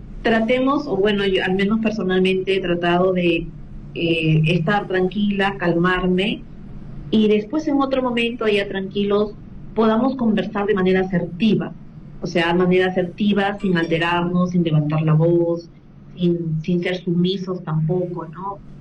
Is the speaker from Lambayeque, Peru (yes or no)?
yes; Chiclayo, Lambayeque, Peru; also born or lived in Trujillo; nací en Trujillo y estuve solamente un mes de nacida y luego ya me crié, y me he criado en Chiclayo.